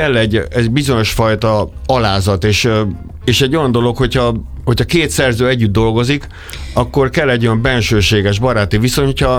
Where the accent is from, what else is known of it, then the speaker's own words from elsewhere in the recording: Komló, Baranya, Hungary; moved away as an adult; now in Budapest, Hungary; ami szintén egy ilyen ipari város, mint amilyen Komló volt, ahol én felnőttem.